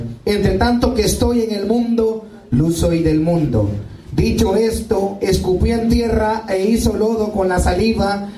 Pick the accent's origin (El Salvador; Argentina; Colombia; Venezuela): El Salvador; Soy originario del Salvador, hermano.